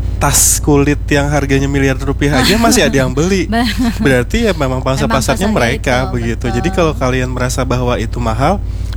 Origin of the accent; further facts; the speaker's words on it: South Kalimantan, Indonesia; Makanya kayak saya aja, kalau kita orang Banjar kan identiknya masak nasi samina sama nasi kebuli ya.